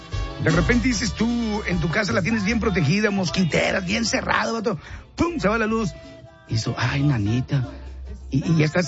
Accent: northern Mexico, Mexico; Así decimos en el norte, mija, para la gente que nos escucha en otro lado.

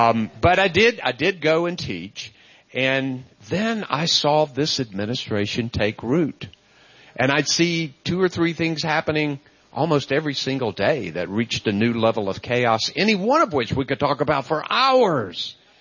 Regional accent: North Carolina, United States; Growing up in Eastern North Carolina

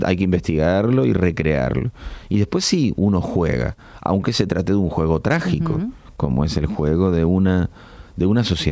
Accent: Argentina

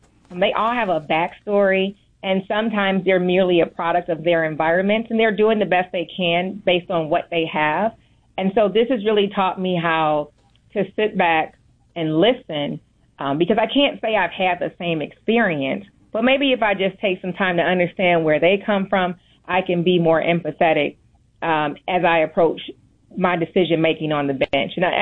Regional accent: Cleveland, Ohio, United States; I'm from Cleveland, Ohio.

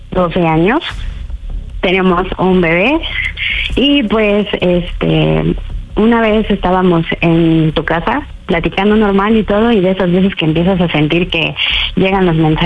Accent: Cuernavaca, Morelos, Mexico; Tengo 38 años y soy de Cuernavaca.

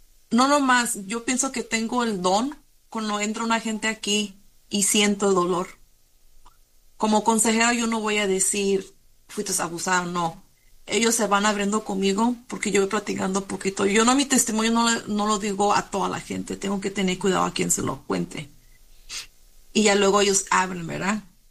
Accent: Mexico

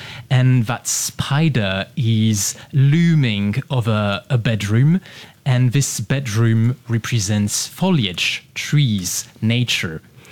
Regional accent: France; English is a second language; because I am French, but I am from Asian descent.

